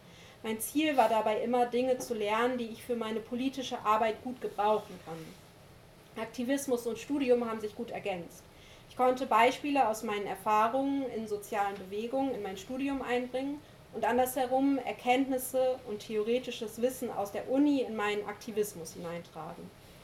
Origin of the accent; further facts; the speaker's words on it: Lower Saxony, Germany; Ich bin im Wendland aufgewachsen, jedes Jahr wieder sind dort Atommülltransporte ins Zwischenlager nach Gorleben gefahren.